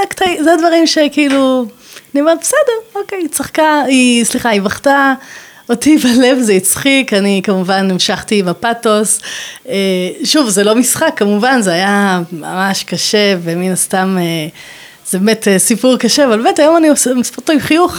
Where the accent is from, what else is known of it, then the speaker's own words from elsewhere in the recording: Hadera, Haifa District, Israel; אני באתי מחדרה. זו עיר קטנה, מאוד, מאוד לא מפותחת. קטנה, נחמדה, באמת, באתי מבית צנוע מאוד.